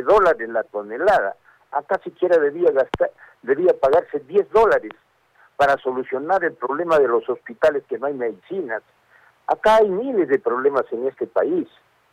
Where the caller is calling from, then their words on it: Peru; nosotros como peruanos